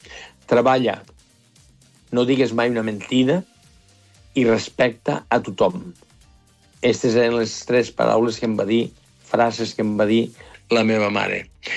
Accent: Catalonia, Spain; Jo sóc del Baix Ebre, sóc allí del Delta, i sempre ho he dit. Jo vinc de pagesos.

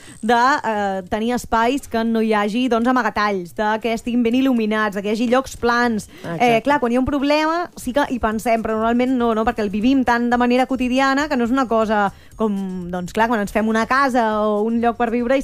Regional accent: Caldes de Montbui, Catalonia, Spain; also born or lived in Barcelona; jo soc de Caldes de Montbui, llavors jo vaig viure 2 anys al barri de Sants de Barcelona. I jo soc del barri de Sants, soc santenca d'adopció, ho vaig ser durant 2 anys, però encara està al meu cor

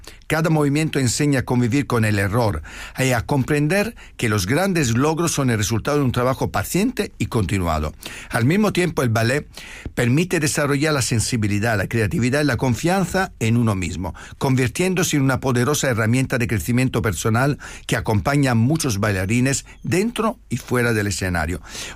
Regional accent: Francavilla Fontana, Apulia, Italy; Spanish is a second language; now in Madrid, Spain; coreógrafo, que además es de mi pueblo, de Francavilla Fontana. Así que hoy un programa de emociones, de pasión, y hasta con un paisano de mi pueblo que ha acabado como yo en Madrid.

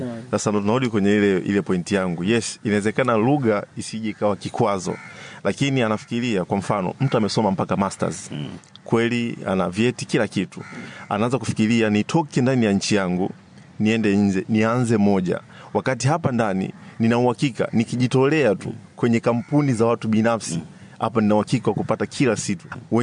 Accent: Kigamboni, Dar es Salaam, Tanzania; kutoka Kigamboni.

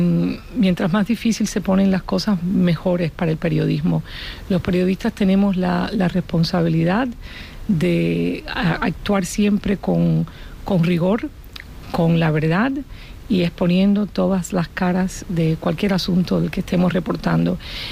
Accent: Cuba; moved away; Yo vine de Cuba en una emigración que fue muy criticada

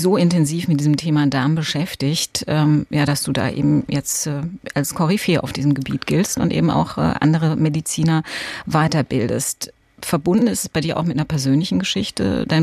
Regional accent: Bavaria, Germany; Ich bin Bayer.

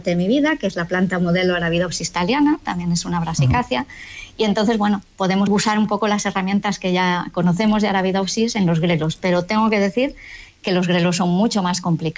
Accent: Galicia, Spain; Bueno, pues porque yo soy gallega y cuando me vine a Galicia a la misión biológica

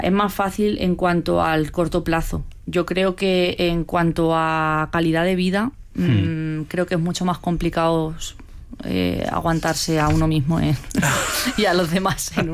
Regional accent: Castilla-La Mancha, Spain

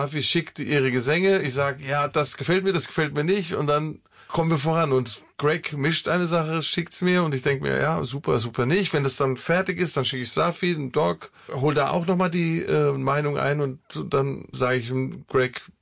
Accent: Armenia; Das ist für mich als Armenier eine Steilvorlage.

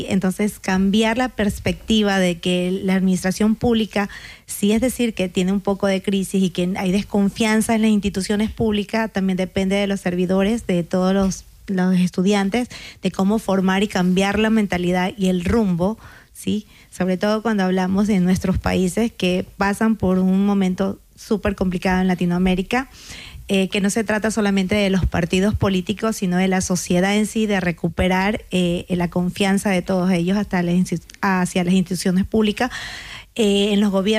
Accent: Ecuador; soy de Ecuador.

